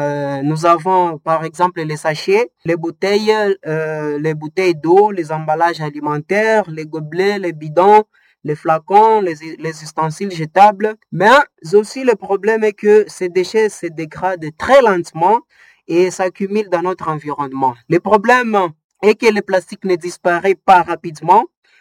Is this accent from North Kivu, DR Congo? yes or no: yes; Butembo, North Kivu, DR Congo; ici chez nous à Butembo.